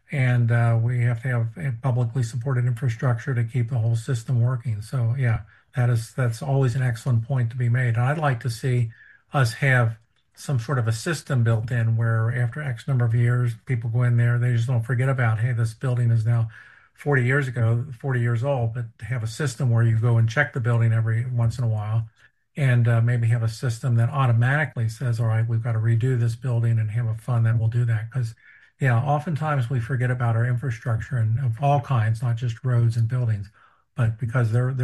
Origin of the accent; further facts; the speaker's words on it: Ohio, United States; When I grew up in Ohio, never knew about North Carolina.